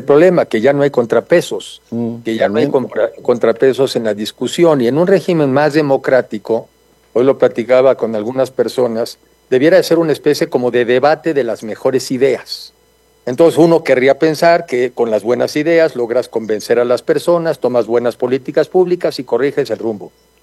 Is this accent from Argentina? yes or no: no; Mexico